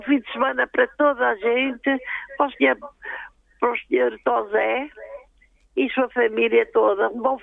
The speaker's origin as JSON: {"language": "Portuguese", "town": "Peso da Régua", "region": "Vila Real", "country": "Portugal", "tie": "born or raised there", "said": "Não, não, na Régua."}